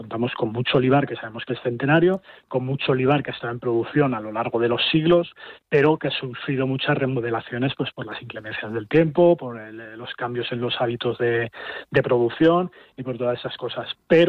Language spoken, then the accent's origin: Spanish; La Puebla de Híjar, Aragon, Spain; yo soy de la Puebla de Híjar, que está aquí en la comarca del Bajo Martín